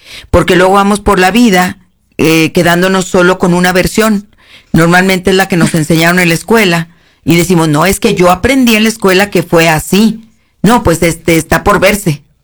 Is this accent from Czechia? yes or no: no; Coahuila, Mexico; somos coahuilenses